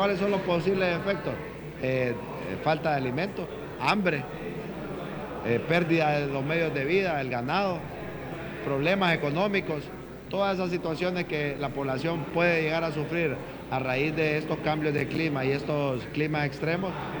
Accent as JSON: {"language": "Spanish", "country": "Honduras", "said": "como los hondureños lo sabemos hacer"}